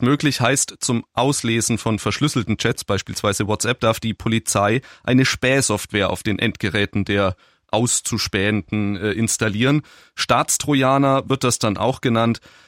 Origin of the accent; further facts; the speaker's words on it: Bavaria, Germany; Ich bin da als gebürtiger Franke ja eher beim Bier.